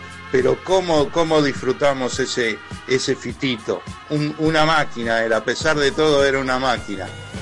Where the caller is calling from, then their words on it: Quilmes, Buenos Aires Province, Argentina; soy de Quilmes